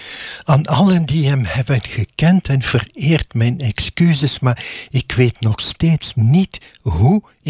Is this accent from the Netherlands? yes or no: no; Ghent, Flanders, Belgium; ik ben een Gentenaar.